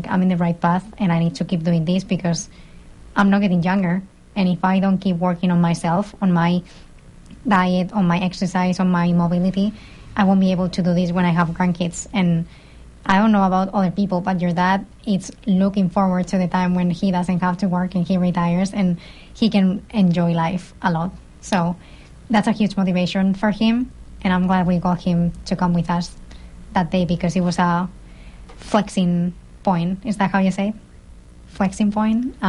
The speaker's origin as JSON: {"language": "English", "town": "Madrid", "region": "Community of Madrid", "country": "Spain", "tie": "born or raised there", "moved": "yes", "lives_now": "United States", "said": "where I grew up in Madrid, so in the city."}